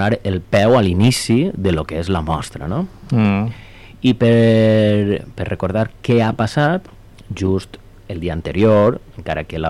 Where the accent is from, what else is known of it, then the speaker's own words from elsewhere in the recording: Valencian Community, Spain; now in Artà, Spain; Jo venc d'un poble d'Alacant, 30.000 habitants, és un poble gran.